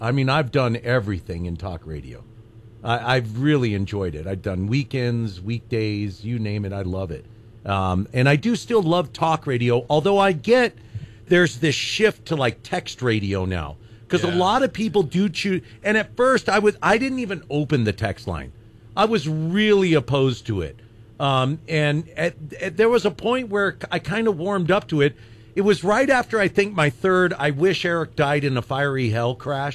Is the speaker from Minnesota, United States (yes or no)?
no; New Mexico, United States; And I'd say, New Mexico. It's in the United States.